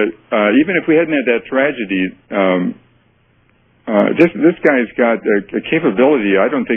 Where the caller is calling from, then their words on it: San Francisco, California, United States; Hi, this is … calling from KSFO in San Francisco.